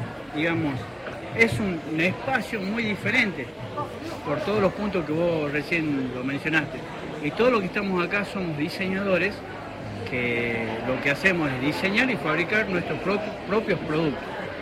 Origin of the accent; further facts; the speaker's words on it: San Fernando del Valle de Catamarca, Catamarca, Argentina; born there; Somos de acá, de Catamarca Capital, y nacimos acá